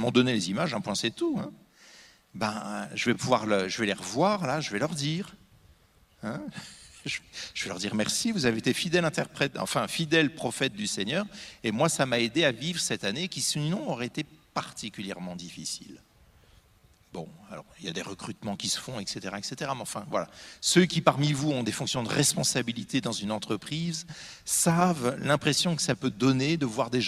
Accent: Normandy, France; Je suis normand, hein. Un pommier, je le connais.

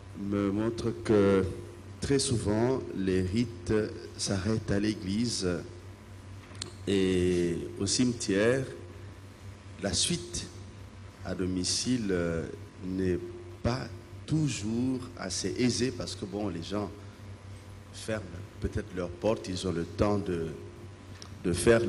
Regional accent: DR Congo; now in Switzerland; je viens de la République démocratique du Congo, je suis curé en Suisse.

